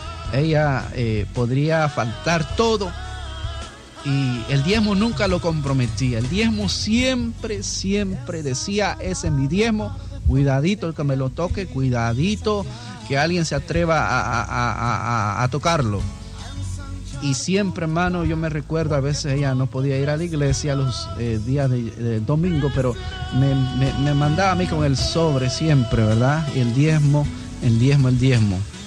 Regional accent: Chiapas, Mexico; moved away; Originariamente yo soy de México, en el estado de Chiapas

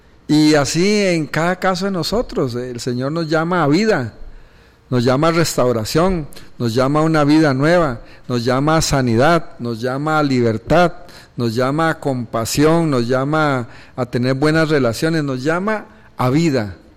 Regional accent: Costa Rica; nosotros somos mañosos, ¿verdad? Los ticos

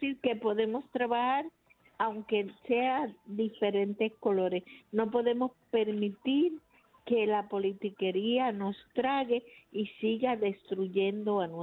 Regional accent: Loíza, Puerto Rico; estamos también representados los loiseños, Puerto Rico completo.

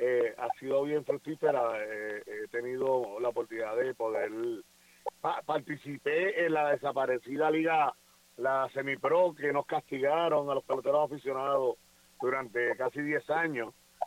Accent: Guayanilla, Puerto Rico; hice 9 años de director, el restante de subdirector de deportes en mi pueblo de Guayanilla.

